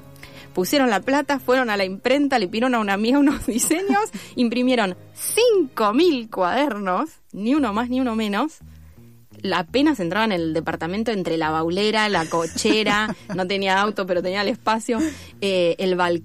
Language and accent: Spanish; Chubut, Argentina; moved away as an adult; now in Buenos Aires, Argentina; yo soy del sur, de Chubut